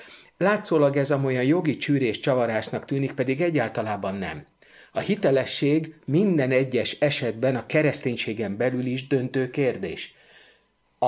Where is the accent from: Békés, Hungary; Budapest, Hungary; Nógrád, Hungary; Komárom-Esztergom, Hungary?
Budapest, Hungary; Annak idején én Újpesten nevelkedtem